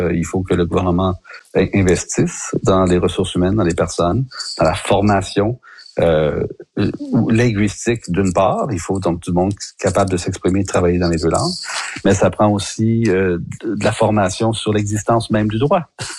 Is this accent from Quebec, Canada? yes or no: no; Ontario, Canada; moi je suis franco-ontarien, on travaille toujours en Ontario